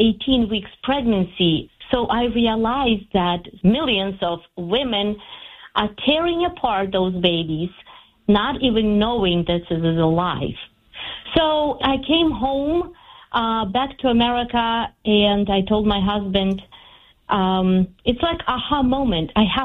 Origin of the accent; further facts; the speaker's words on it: Ukraine; English is a second language; When I went back, I realized that my home country is pretty much women doing abortion as a method of prevention pregnancy.